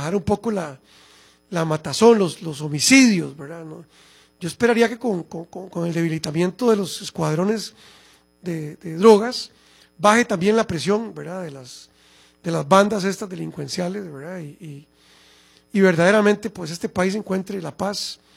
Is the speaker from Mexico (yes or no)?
no; Costa Rica; Yo estoy muy preocupado como ciudadano costarricense sobre lo que pueda pasar en Costa Rica en el 2030.